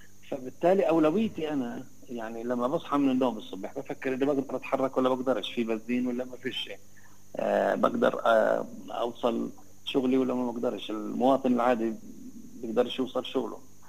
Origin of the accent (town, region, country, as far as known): West Bank, Palestine